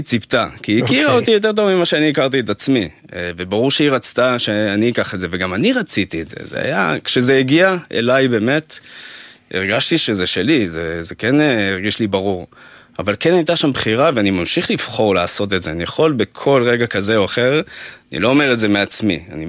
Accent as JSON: {"language": "Hebrew", "town": "Ramat Gan", "region": "Tel Aviv District", "country": "Israel", "tie": "born or raised there", "said": "גדלתי ברמת גן"}